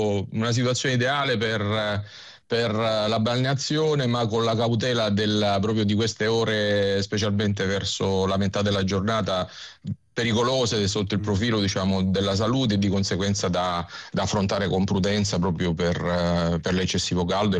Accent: Milazzo, Sicily, Italy; moved away as an adult; now in Lerici, Italy; sono di Milazzo e sono nato a 20 metri dal mare, appartengo a una famiglia di marittimi

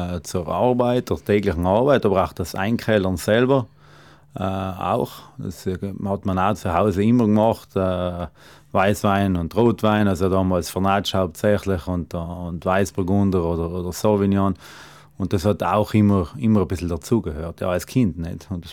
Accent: Trentino-Alto Adige, Italy; kommt von daher, wo wir auch herkommen als Südtiroler

